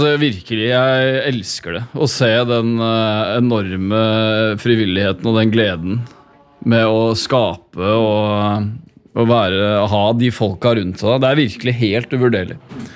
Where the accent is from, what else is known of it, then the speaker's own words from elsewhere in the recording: Lier, Buskerud, Norway; Jeg er fra Lier.